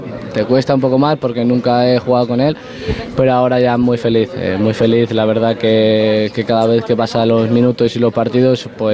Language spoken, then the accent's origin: Spanish; Extremadura, Spain; he sentido muy, muy querido en Extremadura, la verdad. También cuando tengo la oportunidad de ir a mi pueblo, toda esa gente que te arropa.